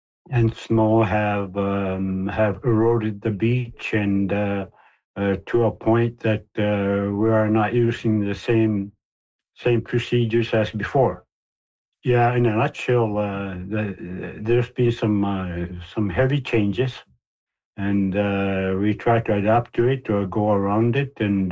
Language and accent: English; Pangnirtung, Nunavut, Canada; moved away as an adult; now in Grise Fiord, Canada; Well, I've been living here for just over 30 years. I'm originally from Pang